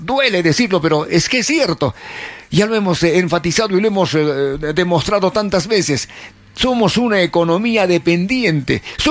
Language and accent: Spanish; Peru; ¿Qué cosa somos los peruanos, por Dios?